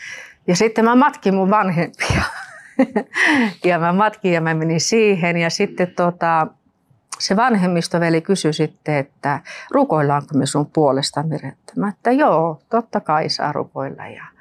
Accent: Rovaniemi, Lapland, Finland; also born or lived in Nurmes; now in Espoo, Finland; Mä oon tuolta Rovaniemeltä kotoisin. Ja sitten me ollaan Nurmiksesta muutettu tänne Espoon puolelle.

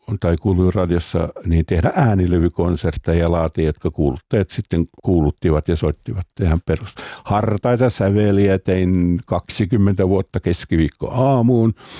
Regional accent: Salo, Southwest Finland, Finland; jota mä kuuntelin jo pikkupoikana Salossa

